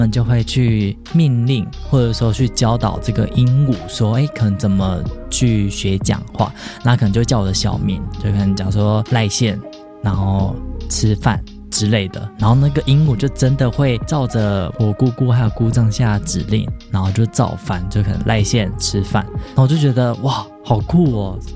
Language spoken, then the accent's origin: Chinese; Pingtung County, Taiwan; 因为我老家是在屏东嘛